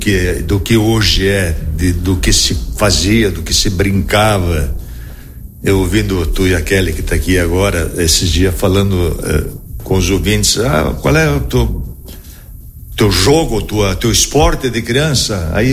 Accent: Marau, Rio Grande do Sul, Brazil; also born or lived in Passo Fundo; Marauense. Nasci em Marau no dia 29/11/53.

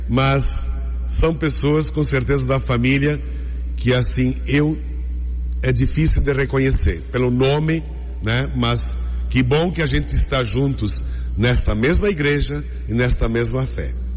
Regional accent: Brazil; also born or lived in Rio Grande / Lagoa Vermelha / Dom Pedrito / Ijuí; now in Bagé, Brazil; Mas somos daqui de São Jorge, Entre Rios, né? E a gente vive também pelo mundo.

